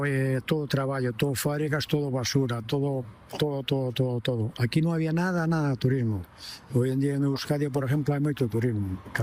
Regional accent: Lalín, Galicia, Spain; eu son do Corpiño do Concello de Lalín.

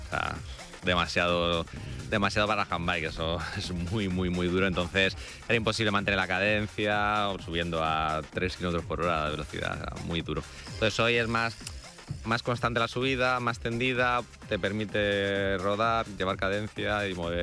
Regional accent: Madrid, Community of Madrid, Spain; vengo de Madrid, compito para un club B-Class de Canarias, de Tenerife.

